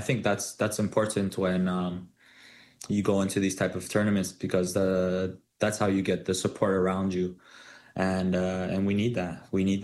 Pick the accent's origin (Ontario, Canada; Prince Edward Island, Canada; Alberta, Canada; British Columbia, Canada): Ontario, Canada; Brampton; growing up in Brampton and playing, on the streets and at the schools and at the parks in that city.